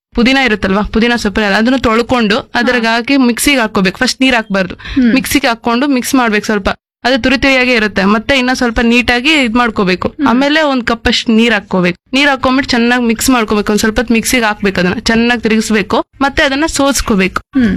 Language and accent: Kannada; Kolar Gold Fields, Karnataka, India; ನಾನು ಕೆಜಿಎಫ್ ಗ್ರಾಮಾಂತರ ಕಡೆಯಿಂದ ಬಂದಿದ್ದೀನಿ.